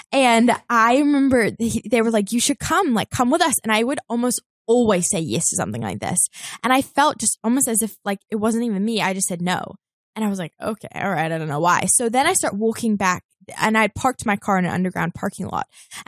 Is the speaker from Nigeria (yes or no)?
no; New Zealand; moved away as an adult; now in Los Angeles, United States; I just moved to LA. I grew up in New Zealand, moved to LA. I'm doing my master's at Fuller Seminary.